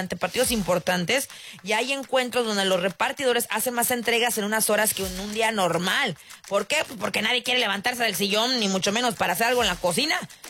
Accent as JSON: {"language": "Spanish", "country": "Mexico", "moved": "yes", "lives_now": "United States", "said": "aquí no nada más somos mexicanos en Estados Unidos"}